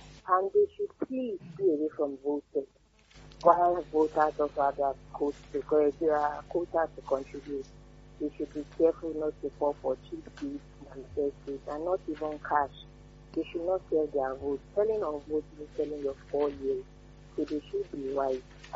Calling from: Odejai, Nigeria; I'm calling from Odejai.

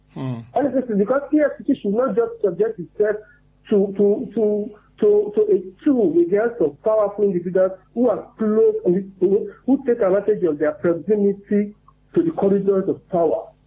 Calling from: Nigeria; I'm calling from Mawotong.

